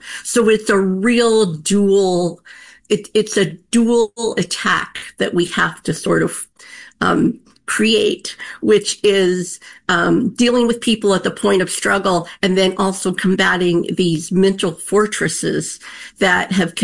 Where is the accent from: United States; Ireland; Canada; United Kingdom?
United States; New York; I'm not just saying this as a New Yorker